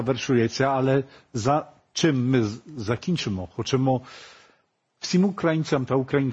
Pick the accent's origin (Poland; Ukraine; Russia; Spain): Poland; Це кажу я вам, поляк, з українським серцем.